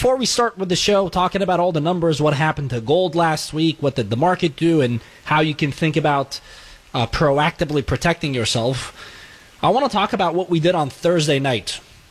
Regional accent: California, United States; I believe, as a Californian, we hit that ship.

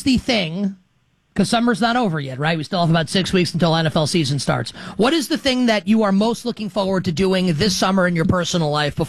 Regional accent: Queens, New York, United States; And I'm from Queens and yeah.

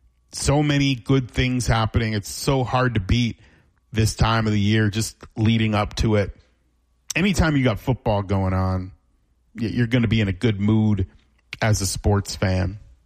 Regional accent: Florida, United States; I grew up in South Florida. I have lived in South Florida my entire life.

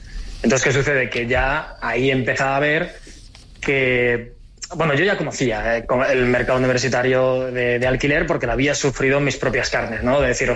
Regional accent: Altea, Valencian Community, Spain; Mira, yo cuando empecé a estudiar, yo llegué de un pueblito de Alicante, de Altea, me fui a estudiar a Valencia con tres amigos del bachiller.

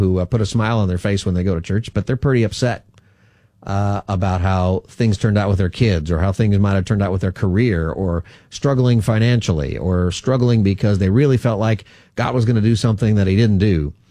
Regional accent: Palmdale, California, United States; Just in case there's an open house of that house I grew up in Palmdale, for example.

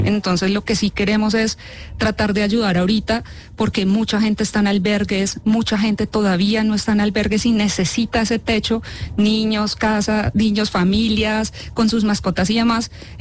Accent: Colombia; creo que hemos reaccionado muy bien en diferentes situaciones que nos lo han pedido como colombianos.

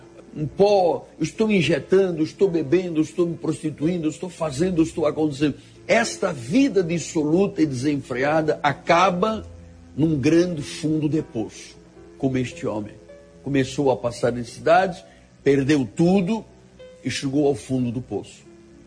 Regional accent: Angola; born there; moved away; Lá em África, em Angola, onde eu nasci

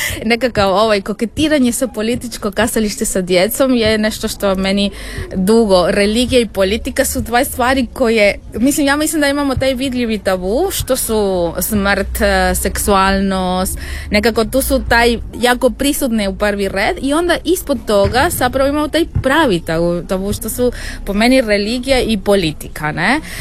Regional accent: Serbia; dolazim iz Srbija

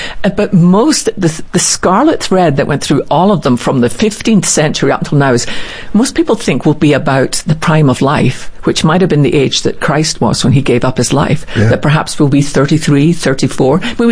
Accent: Scotland, United Kingdom; when I was growing up in Scotland in our little church

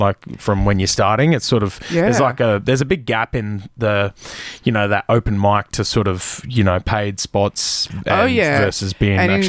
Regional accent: Australia; I'm an Aussie lad, you know, and I think, yeah, I'm proud of who I am

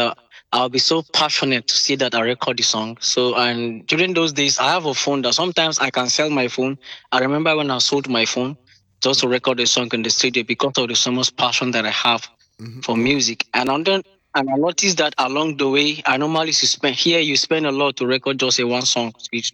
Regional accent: Abuja, Federal Capital Territory, Nigeria; I'm from Nigeria, Abuja. I'm based in Abuja precisely.

